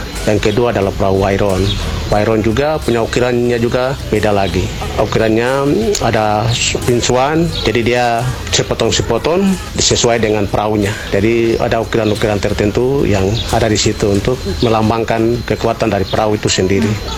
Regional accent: Biak, Papua, Indonesia; Kalau kita orang Biak

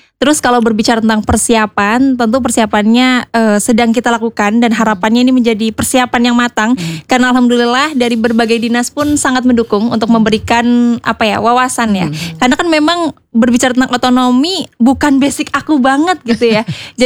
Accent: Banyumas, Central Java, Indonesia; sebenarnya kan saya orang Banyumas asli Kak. Jadi dari lahir dan tumbuh sampai 22 tahun ini saya di Banyumas.

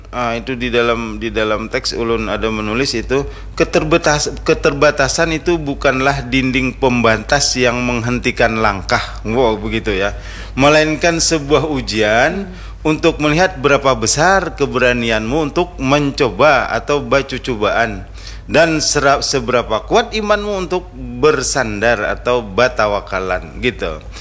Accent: Banjar, South Kalimantan, Indonesia; kita orang Banjar

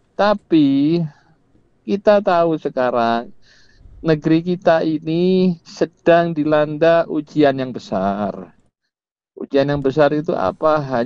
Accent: Indonesia

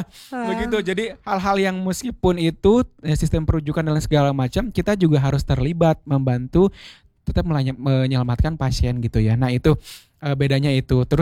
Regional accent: Bandung, West Java, Indonesia; moved away as an adult; also born or lived in Cianjur; saya kan memang lahir besar di Bandung dan di Cianjur gitu ya, orang-orang Sunda asli yang merantau ke pelosok Indonesia gitu.

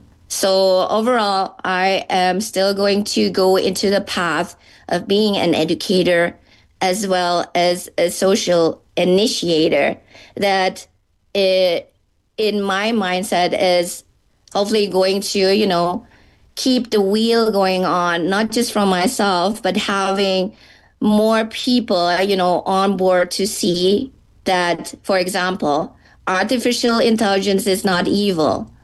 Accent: Indonesia; moved away as an adult; now in Athens, Ohio, United States; I'm from Indonesia. And I'm your friendly Indonesian sister.

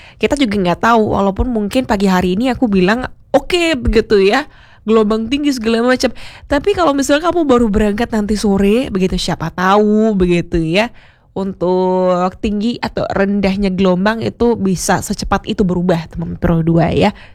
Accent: Indonesia; kita orang Indo

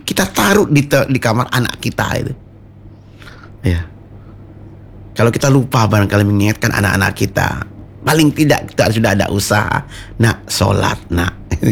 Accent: Gresik, East Java, Indonesia; also born or lived in Egypt; Kalau kita orang Gresik seperti damar kurung.

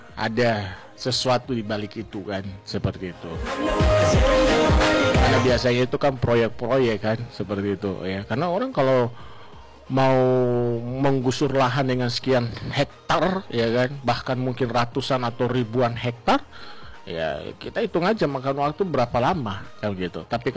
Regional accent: Papua, Indonesia

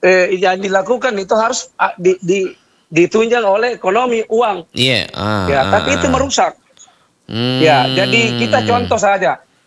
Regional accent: South Sulawesi, Indonesia; Kita orang Sulsel.

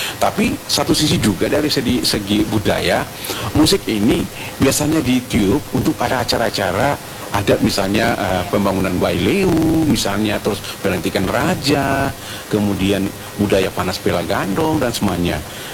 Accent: Ambon, Maluku, Indonesia; kita orang Ambon

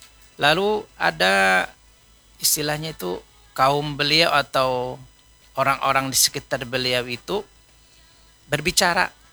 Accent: Banjar, South Kalimantan, Indonesia

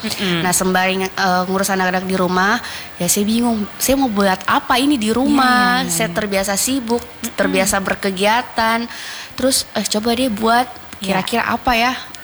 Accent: Sulawesi, Indonesia; sebenarnya saya orang Sulawesi asli. Sebenarnya orang Sulawesi Bapak Bugis, Mama Makassar.

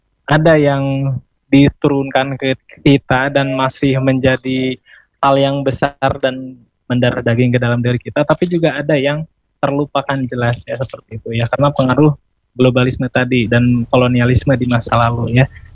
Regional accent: Indonesia

